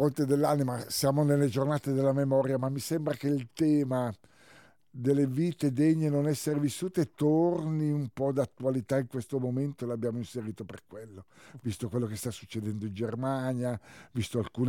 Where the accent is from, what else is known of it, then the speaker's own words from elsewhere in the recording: Bolzano, Trentino-Alto Adige, Italy; Noi siamo di Bolzano, per cui lo facciamo anche per quello